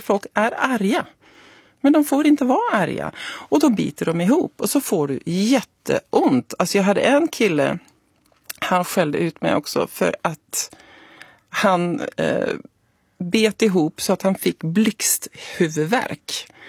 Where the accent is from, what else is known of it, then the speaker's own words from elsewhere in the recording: Norway; Swedish is a second language; now in Sweden; får ju inte bli arg i det här landet. Och jag bara, nej, det är skillnad på Norge och Sverige, för jag är norsk.